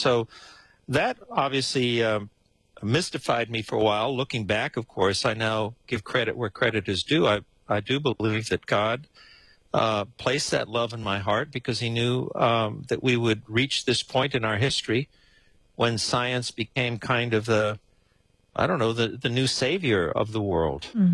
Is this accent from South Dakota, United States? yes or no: no; Los Angeles, California, United States; born there; I was born in East Los Angeles on the wrong side of the tracks.